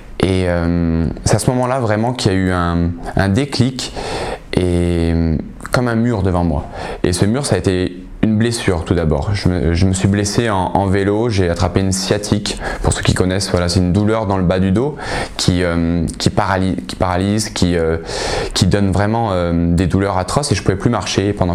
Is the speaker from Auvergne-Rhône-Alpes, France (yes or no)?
yes; Oyonnax, Auvergne-Rhône-Alpes, France